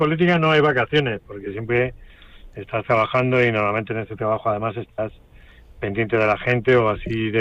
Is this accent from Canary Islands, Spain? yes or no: no; Castilla-La Mancha, Spain; born there; now in Cuenca, Spain; he estado entre Cuenca en casa y en mi pueblo, en casa de Fernando Alonso, en Teatinos, que es donde suelo estar.